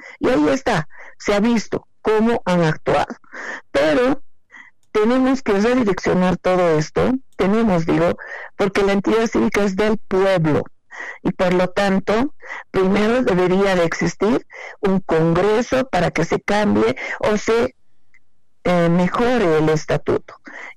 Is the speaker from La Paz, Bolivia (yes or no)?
no; Potosí, Bolivia; Porque soy potosina, expresidente cívica y además quiero y amo esta tierra.